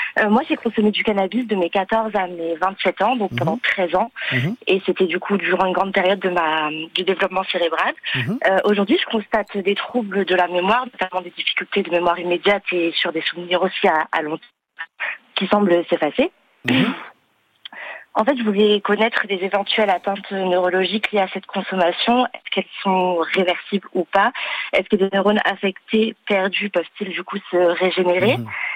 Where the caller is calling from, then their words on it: Saint-Léonard-de-Noblat, Nouvelle-Aquitaine, France; De Haute-Vienne, de Saint-Léonard de Noblat.